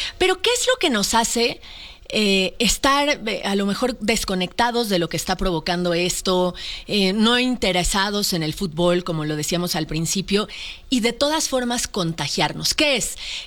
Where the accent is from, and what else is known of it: Mexico